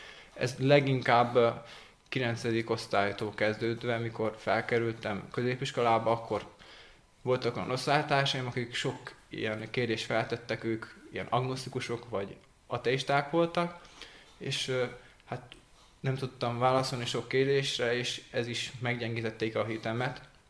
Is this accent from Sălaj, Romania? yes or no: yes; Sălaj, Romania; now in Cluj-Napoca, Romania; Én Szilágy megyéből kerültem ide Kolozsvára. Matematikát tanulni jöttem fel, és folytatom tovább tanulmányaimat